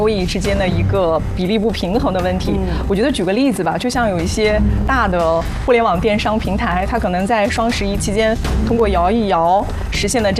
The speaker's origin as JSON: {"language": "Chinese", "country": "China", "said": "就像我们中国人讲的不能够做到毕其功于一役"}